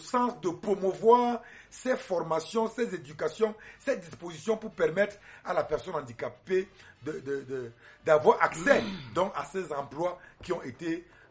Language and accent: French; Cameroon; Monsieur Niam au Cameroun, je suis Camerounais.